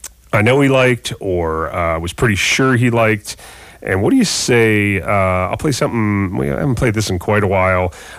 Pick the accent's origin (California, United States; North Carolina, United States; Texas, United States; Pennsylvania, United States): Pennsylvania, United States; Pittsburgh; my hometown of Pittsburgh, PA